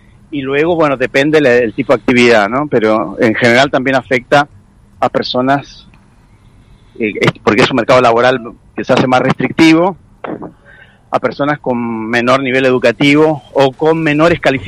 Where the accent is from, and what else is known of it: Argentina